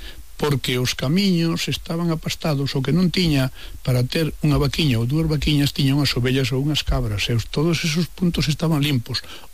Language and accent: Galician; Sober, Galicia, Spain; born there; eu nacín en Sober